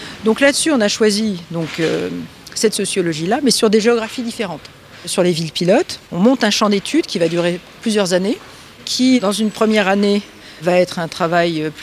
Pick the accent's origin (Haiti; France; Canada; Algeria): France; Paris, Île-de-France; En même temps, c'est comme ça qu'on va remarquer que je suis parisienne, où les voitures ne s'arrêtent pas.